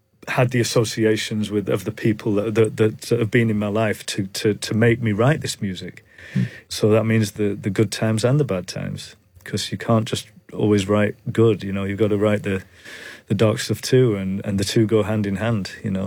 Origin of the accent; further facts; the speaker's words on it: North West England, United Kingdom; moved away; memories of growing up in the Northwest. Memories of coming down to London